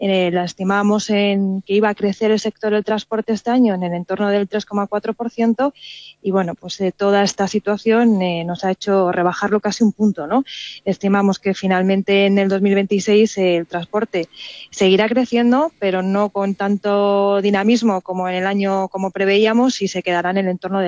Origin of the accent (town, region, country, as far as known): Spain